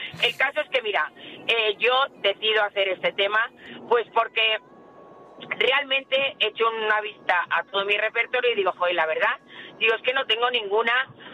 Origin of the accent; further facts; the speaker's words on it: Barcelona, Catalonia, Spain; moved away; ir a Cataluña, a mi tierra, a Barcelona, siempre es un placer